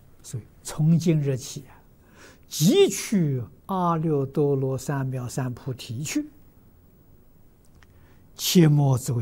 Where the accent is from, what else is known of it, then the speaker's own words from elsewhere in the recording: China; 释迦牟尼，那个佛就是圣人，我们中国人称圣人，印度人称佛